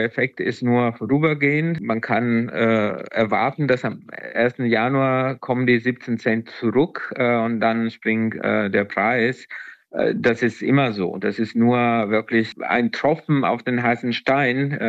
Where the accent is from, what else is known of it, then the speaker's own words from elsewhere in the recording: Italy; German is a second language; Ja, ich bin Italiener, aber ich auch verfolgt die Diskussion.